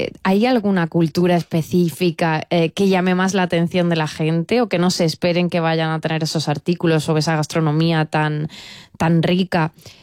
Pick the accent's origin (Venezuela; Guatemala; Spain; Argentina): Spain; Almería, Andalusia; siendo de España, bueno, siendo almerienses